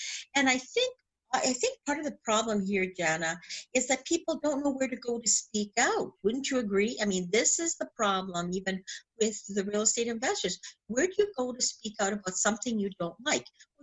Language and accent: English; Ontario, Canada; Myself, I'm from the Niagara region in Ontario, Canada